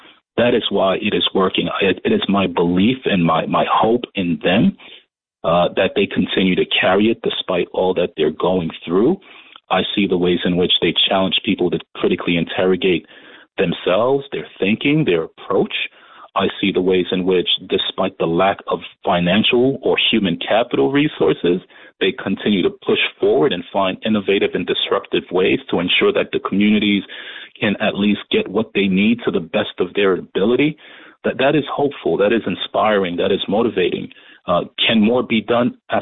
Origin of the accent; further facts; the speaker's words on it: New York City, New York, United States; I grew up in Crown Heights, Brooklyn, but I went to high school in Bed-Stuy, Brooklyn.